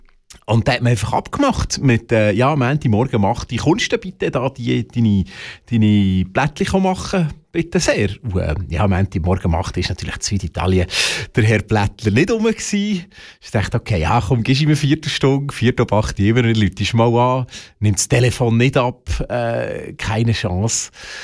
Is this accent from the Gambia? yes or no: no; Switzerland